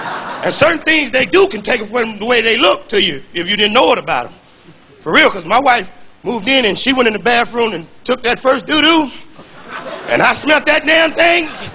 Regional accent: Chicago, Illinois, United States

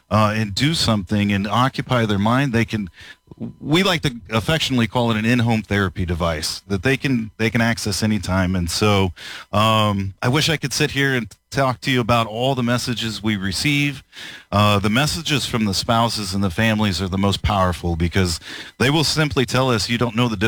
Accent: Indianapolis, Indiana, United States; Well, I grew up here in Indianapolis, a race fan, and throughout my time in the Navy, and I spent 24 years in the Navy traveling the world

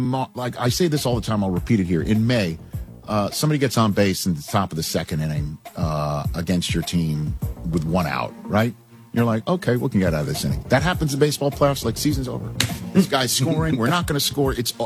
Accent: New York, United States; But I'm a New Yorker.

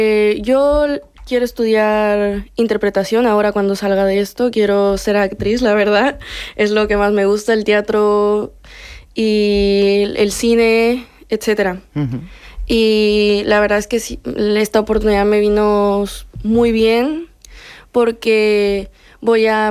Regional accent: Mexico; now in Córdoba, Argentina; Soy mexicana y tengo ya 4 años viviendo aquí en Córdoba capital.

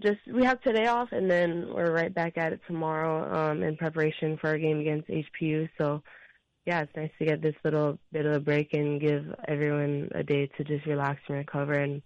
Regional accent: Hawaii, United States; moved away as an adult; come home and represent my home state and my hometown

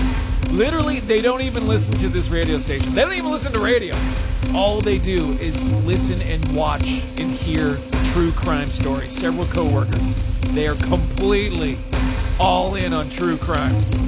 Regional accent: Massachusetts, United States; moved away; my home state of Massachusetts, the most obsessed state with true crime.

